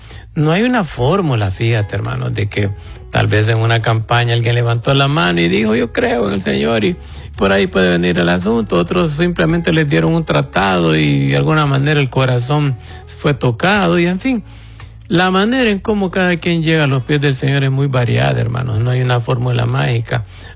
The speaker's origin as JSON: {"language": "Spanish", "country": "Honduras", "said": "como decimos en Honduras"}